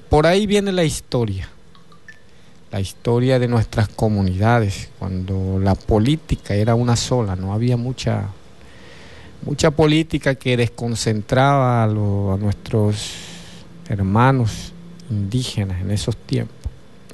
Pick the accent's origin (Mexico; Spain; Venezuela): Venezuela; Zulia; igual como hablamos nosotros los de la cuenca Tucuco, que hablamos con un acento un poco diferente, pero siempre nos entendemos, porque somos una sola etnia, la etnia del pueblo caribe, del pueblo originario yupa.